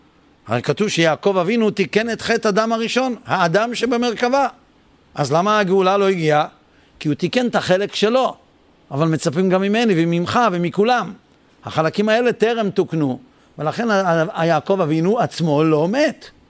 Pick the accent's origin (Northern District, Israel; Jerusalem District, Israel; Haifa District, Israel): Jerusalem District, Israel; Jerusalem; אני ירושלמי